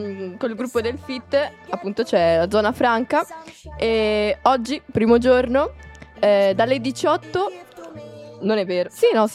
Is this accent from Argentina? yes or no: no; Eritrea; now in Switzerland; nel mio paese, in Eritrea